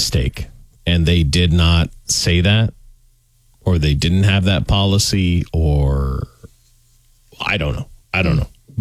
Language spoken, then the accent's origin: English; Canada; now in United States; this is the thing about growing up in Canada.